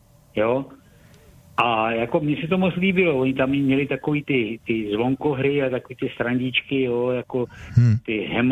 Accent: Jihlava, Vysočina Region, Czechia; jsem byl jako Jihlavák, jsem byl v Jihlavě

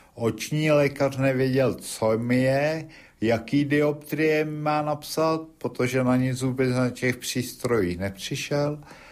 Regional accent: Sušice, Plzeň Region, Czechia; Jsem ze Šumavy, z města Sušice Brána Šumavy.

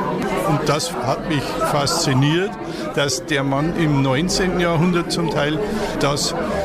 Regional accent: Bavaria, Germany; Ja, ich komme hier aus dem Bayerischen Wald, aus der Dreisesselregion. Trissolitschnig, genau.

